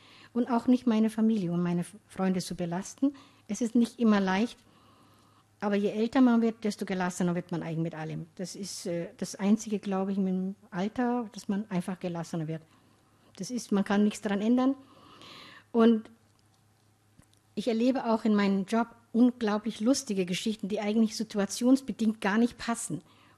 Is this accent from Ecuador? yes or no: no; Somalia; ich komme aus Somalia, aber ich kann in Somalia nicht arbeiten wegen den vielen Anschlägen und den vielen Problemen